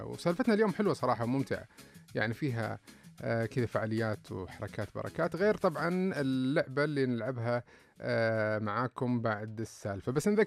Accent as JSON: {"language": "Arabic", "country": "Saudi Arabia", "said": "بالنسبة لنا كسعوديين أكيد اليوم نعيش حماس مختلف مع تأهل منتخبنا الوطني إلى كأس العالم"}